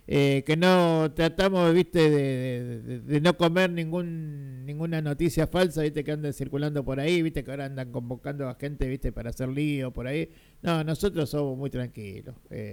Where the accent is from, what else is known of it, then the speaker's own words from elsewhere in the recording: Argentina; Si nosotros somos argentinos.